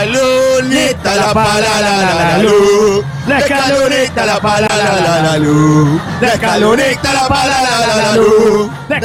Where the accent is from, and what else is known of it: Argentina